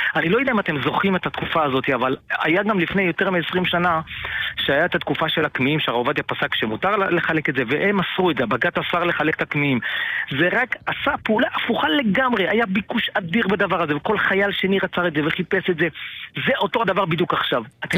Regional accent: Bnei Brak, Central District, Israel; now in Rehovot, Israel; אני כרגע ברחובות, במקור אני מבני ברק.

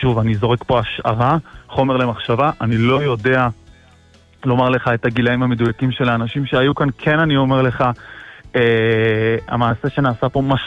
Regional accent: Jerusalem, Jerusalem District, Israel; אני ירושלמי

